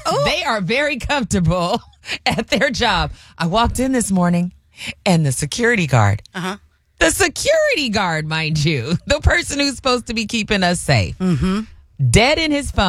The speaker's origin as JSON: {"language": "English", "town": "Fremont", "country": "United States", "tie": "born or raised there", "said": "growing up in Fremont"}